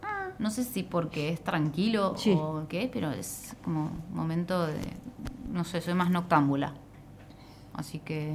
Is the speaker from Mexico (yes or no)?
no; Argentina; Soy argentina, pero no tomo mate.